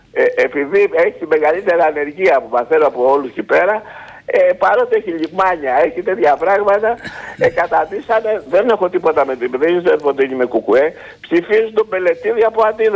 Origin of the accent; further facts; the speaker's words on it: Patras, Western Greece, Greece; now in Syros, Greece; Εγώ δεν είμαι Συριανός ούτε είμαι Καθολικός. Είμαι από την Πάτρα η καταγωγή μου.